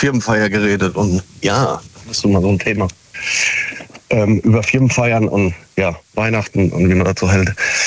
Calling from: Siegen, North Rhine-Westphalia, Germany

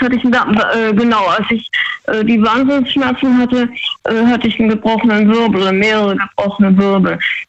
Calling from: Freiburg, Baden-Württemberg, Germany; Freiburg, kurz gesagt.

